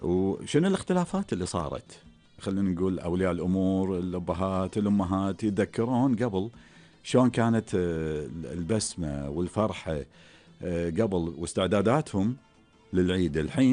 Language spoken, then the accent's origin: Arabic; Kuwait